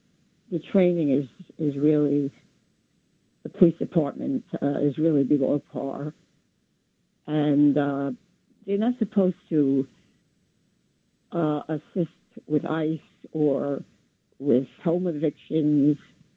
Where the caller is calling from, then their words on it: New York City, New York, United States; from New York City.